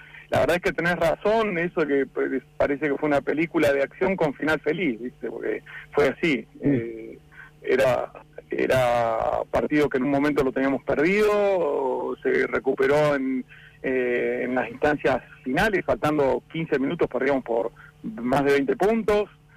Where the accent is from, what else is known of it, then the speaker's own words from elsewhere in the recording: Comodoro Rivadavia, Chubut, Argentina; nosotros somos patagónicos y somos comodorenses, por sobre todas las cosas